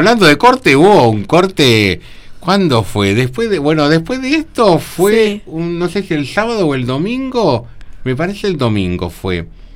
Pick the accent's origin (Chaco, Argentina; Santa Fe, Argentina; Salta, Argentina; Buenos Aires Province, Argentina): Buenos Aires Province, Argentina; Luján; Sí, soy de Luján.